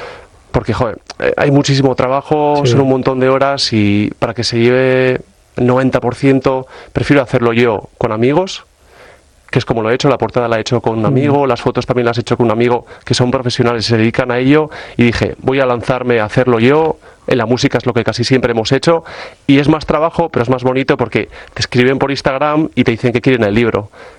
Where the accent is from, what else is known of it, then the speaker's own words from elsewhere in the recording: Hernani, Basque Country, Spain; soy de Hernani